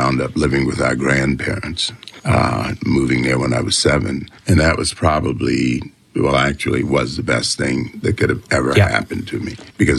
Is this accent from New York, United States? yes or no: no; Pinpoint, Georgia, United States; born there; Well, I was born in Pinpoint, but I had most of my growing up, I've been fortunate.